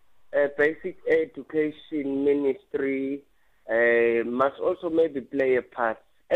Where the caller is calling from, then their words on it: KwaZulu-Natal, South Africa; here in KZN, because I live in KZN, I know what I'm talking about.